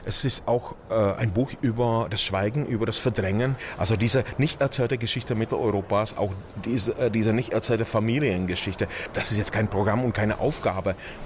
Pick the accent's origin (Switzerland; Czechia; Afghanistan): Czechia; East Bohemia; Ich komme ja eben aus Böhmen, ne? Ganz konkret aus Ostböhmen.